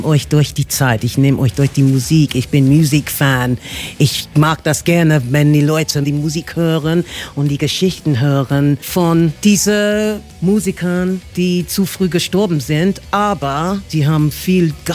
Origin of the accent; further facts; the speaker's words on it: London, United Kingdom; Genau, ursprünglich in London geboren und aufgewachsen, genau.